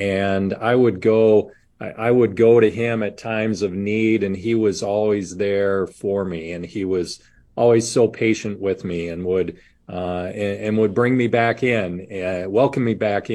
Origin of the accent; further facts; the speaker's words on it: Midwest, United States; also born or lived in Ohio / Indiana / Iowa; I was born in Columbus, Ohio, and my father was a basketball coach. And as he was moving up the ranks of his career, we moved throughout the Midwest. So my early years were spent in Ohio, Indiana, and Iowa before moving up to Minnesota to go to college.